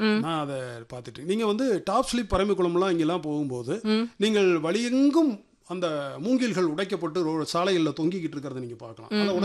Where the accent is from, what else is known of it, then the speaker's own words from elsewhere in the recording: Palani, Tamil Nadu, India; also born or lived in Pollachi / Madurai; எனக்கு பழனி தெரியும், நான் என்னுடைய சொந்த ஊர் பழனி, பிறந்து வளர்ந்தது படித்தது எல்லாம் பணி நிமித்தமாக.